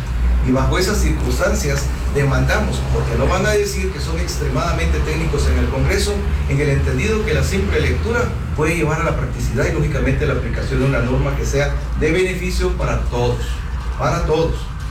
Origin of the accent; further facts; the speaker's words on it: Guatemala; Como guatemaltecos y empresarios, nos desligamos de cualquier bloqueo.